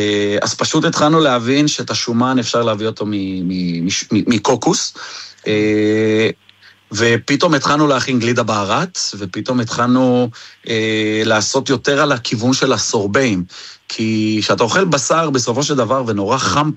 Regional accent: Jerusalem, Jerusalem District, Israel; אתה יודע, אנחנו ירושלמים, אנחנו אוהבים סומסום

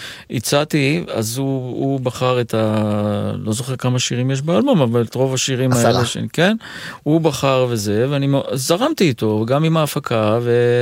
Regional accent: Kiryat Ata, Haifa District, Israel; אני באתי מהקריות, ליתר דיוק מקריית אתא, הקריה, כן, ופתאום באתי לתל אביב

